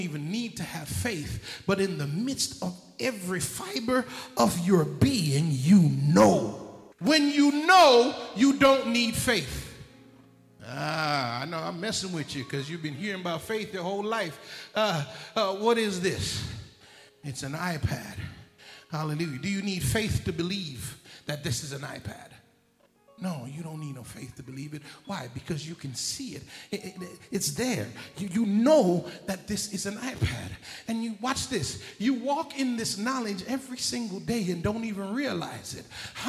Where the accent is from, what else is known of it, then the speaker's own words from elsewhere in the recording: Jamaica; Before I am Jamaican, before I am male, before I am black, before I am anything else, I am a child of God.